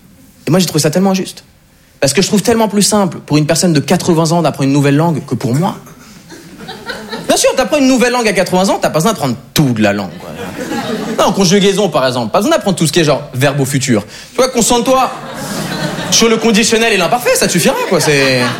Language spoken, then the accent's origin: French; Switzerland; parce qu'en plus d'être Suisse, je suis brésilien. Ouais, c'est bizarre, hein. J'ai une tête d'Allemand. J'ai grandi en Suisse et j'ai de la famille en Amérique du Sud.